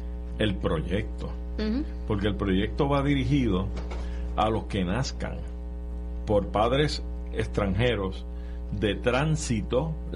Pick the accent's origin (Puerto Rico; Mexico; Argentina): Puerto Rico